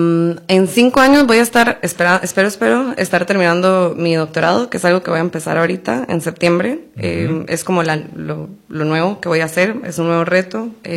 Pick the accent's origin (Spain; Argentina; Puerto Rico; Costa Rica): Costa Rica; como los ticos nos deberíamos sentir muy orgullosos de lo que se ha logrado en esa área.